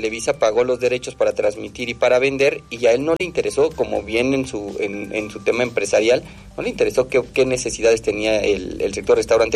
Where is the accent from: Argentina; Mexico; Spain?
Mexico; Como buenos mexicanos, al cuarto para la hora lo queremos resolver